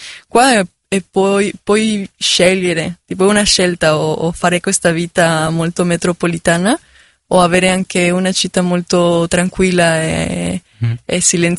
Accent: Oaxaca, Mexico; Italian is a second language; moved away as an adult; now in Milan, Italy; sono da Oaxaca, quindi da Oaxaca per il mondo.

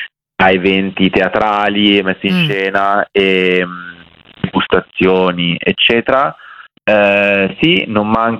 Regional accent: Milan, Lombardy, Italy; Ma io consiglio, io sono di Milano, consiglio assolutamente di andare a Villanecchi.

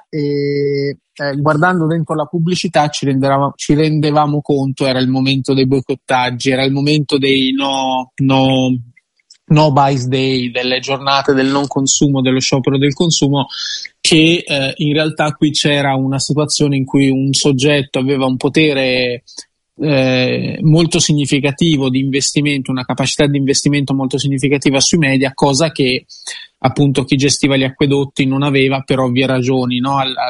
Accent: Capannori, Tuscany, Italy; io vengo da Capannori, che è un comune in provincia di Lucca

